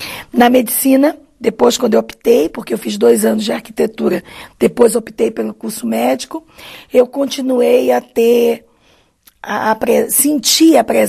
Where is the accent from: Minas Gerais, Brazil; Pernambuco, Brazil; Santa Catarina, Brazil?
Pernambuco, Brazil; Recife; born there; porque eu nasci em Recife, no estado de Pernambuco, e eu acompanhava minha mãe.